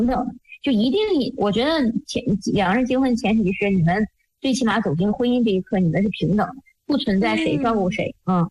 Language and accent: Chinese; Dalian, Liaoning, China; 就是因为我是东北人嘛，我是那个辽宁大连，然后那个我老公他是河北人，他是在华北地区